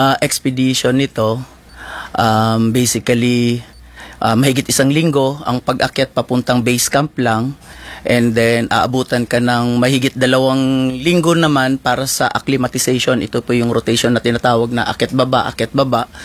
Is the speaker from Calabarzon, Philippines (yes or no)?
no; Cotabato City, Bangsamoro, Philippines; moved away as an adult; now in Geneva, Switzerland; So, originally po, ako'y pinanganak at lumaki sa Cotabato City. Pero ang aking mga magulang ay isa pong Ilocano from Santa, Ilocos Sur. At yung aking nanay po ay taga-Daan Bantayan, Cebu.